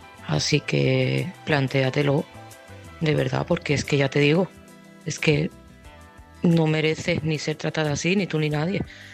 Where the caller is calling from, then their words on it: Seville, Andalusia, Spain; de Sevilla